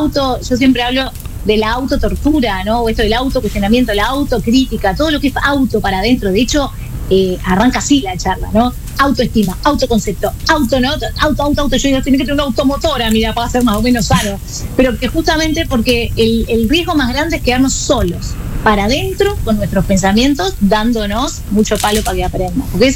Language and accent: Spanish; Lagomar, Canelones, Uruguay; also born or lived in Atlántida; soy de Lagomar, soy canaria.